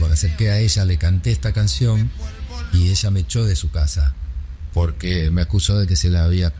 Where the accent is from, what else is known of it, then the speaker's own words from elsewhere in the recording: Avellaneda, Buenos Aires Province, Argentina; born there; Yo nací en Avellaneda, en un lugar que se decía en el pueblito o entre vías